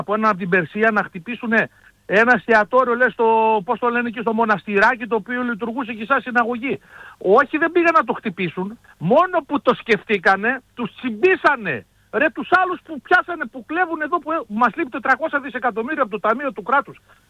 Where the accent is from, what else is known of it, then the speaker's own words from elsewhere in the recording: Greece; μου είπαν τα παιδιά εκεί οι οδηγοί που κατάλαβαν ότι είμαι Έλληνας